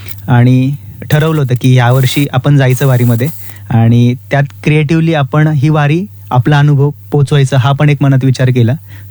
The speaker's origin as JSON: {"language": "Marathi", "town": "Nashik", "region": "Maharashtra", "country": "India", "said": "मी नाशिकचा आहे तर मला इथे जवळ घर होतं माझं."}